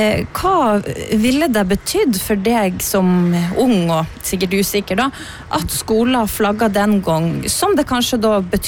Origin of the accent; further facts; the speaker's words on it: Lofoten, Nordland, Norway; jeg kommer fra Lofoten selv.